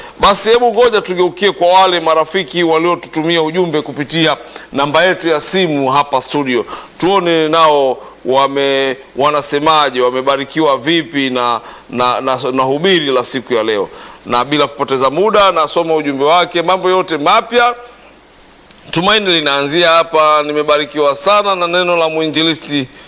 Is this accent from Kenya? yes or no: no; Tanga Region, Tanzania; Mimi ni mwenyeji wa Tanga